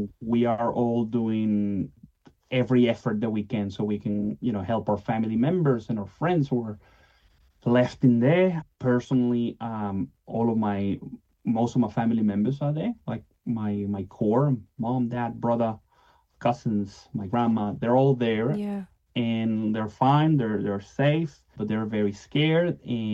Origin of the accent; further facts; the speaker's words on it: Venezuela; now in Australia; my home country of Venezuela